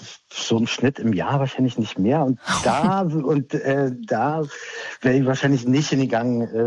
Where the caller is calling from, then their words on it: Berlin, Germany; Aus Hirschgarten gerade.